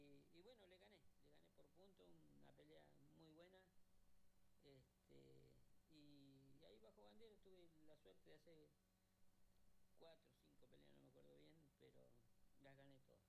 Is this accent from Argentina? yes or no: yes; Centenario, Neuquén, Argentina; vuelvo a Centenario, como usted dijo, mi tierra, lo más grande que hay.